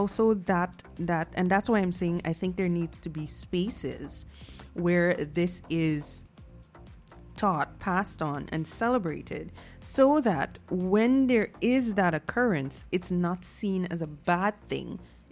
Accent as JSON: {"language": "English", "country": "Guyana"}